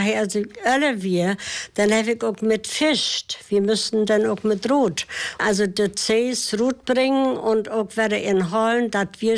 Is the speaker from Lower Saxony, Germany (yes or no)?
no; Seedorf, Mecklenburg-Vorpommern, Germany; also born or lived in Rügen; Ich bin in Seedorf auf Rügen geboren und auch auf Wossen. Und mein Vater wird Zesenfische.